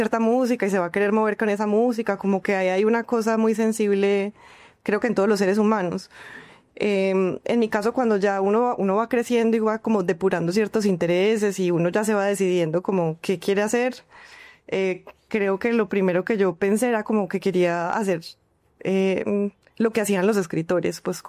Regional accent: La Estrella, Antioquia, Colombia; now in Medellín, Colombia; yo crecí en La Estrella, entonces yo pues vivía no en Medellín, sino en La Estrella

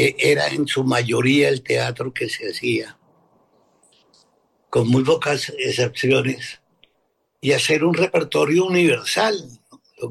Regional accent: Colombia; moved away as an adult; also born or lived in Prague; qué íbamos a hacer regresando a Colombia

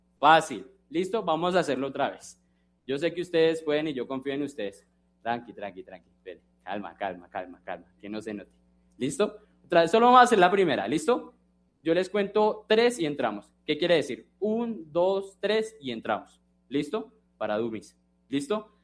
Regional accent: Bogotá, Colombia; aquí yo soy Rolo, la verdad. ¿Cuántos Rolos tenemos acá?

